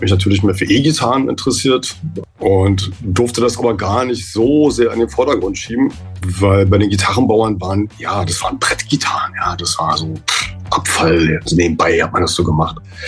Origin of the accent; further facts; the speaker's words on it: Berlin, Germany; also born or lived in Weimar; Ganz genau genommen bin ich reingerutscht durch die Mangelwirtschaft in der DDR. Also ich komme aus dem Osten